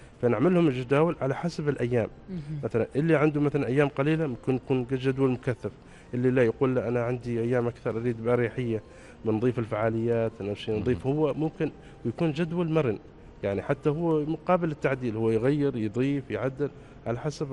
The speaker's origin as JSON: {"language": "Arabic", "region": "Dhofar", "country": "Oman", "said": "نحن كشعب عماني"}